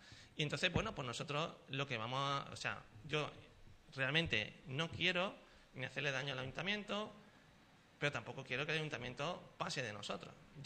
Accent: Sanlúcar, Andalusia, Spain; nosotros somos de Sanlúcar

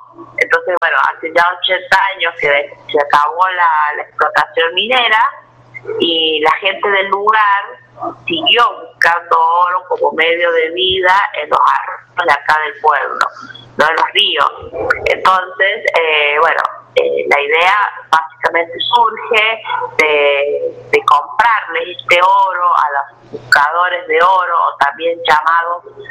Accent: La Carolina, San Luis, Argentina; mi pueblo, La Carolina, que es un pueblito muy pequeño de la localidad de la provincia de San Luis

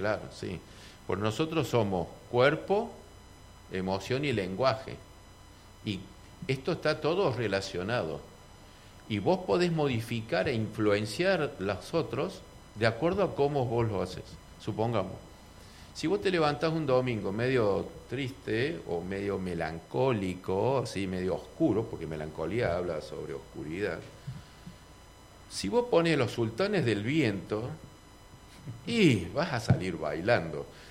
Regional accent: Córdoba, Argentina; born there; moved away as an adult; also born or lived in Santiago del Estero / Salta; now in Cipolletti, Argentina; Yo viví... nací en Córdoba y cuando terminamos la especialidad nos fuimos a hacer medicina rural a Santiago del Estero. De Santiago del Estero nos contrataron y nos fuimos a trabajar en Salta.

